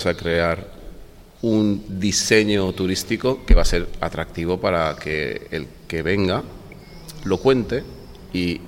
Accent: Benidorm, Valencian Community, Spain; Mira, yo vengo, soy nacido en Benidorm y me he criado en la playa de Benidorm y su arena

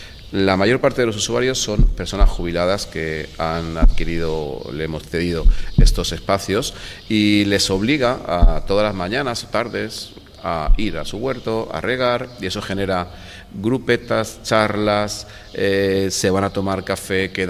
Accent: Benidorm, Valencian Community, Spain; now in Alfaz del Pi, Spain; Yo visitaba el Alfaz del Pi antes de venir a vivir aquí. Como te digo, vengo de Benidorm.

